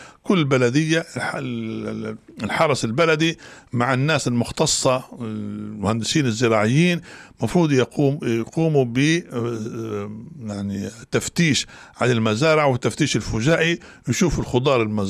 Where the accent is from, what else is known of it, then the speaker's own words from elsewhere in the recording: Libya; وإحنا كنا كليبيين